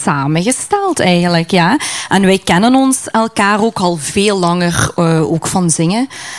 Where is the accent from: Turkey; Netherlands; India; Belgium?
Belgium; Flanders